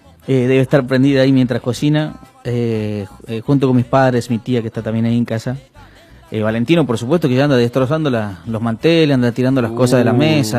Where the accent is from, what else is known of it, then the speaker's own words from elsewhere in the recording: Tucumán, Argentina; nosotros como tucumanos